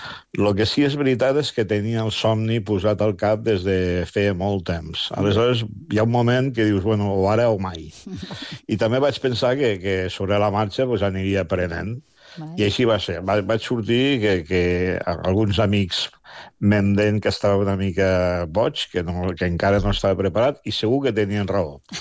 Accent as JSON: {"language": "Catalan", "town": "Lleida", "region": "Catalonia", "country": "Spain", "said": "Pensa que és, jo sóc de Lleida, que vaig conèixer el mar molt tard. Però vaig venir a estudiar a Barcelona"}